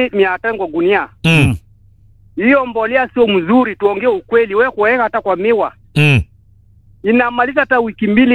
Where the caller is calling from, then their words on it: Busia County, Kenya; kutoka Pokora hapa Teso.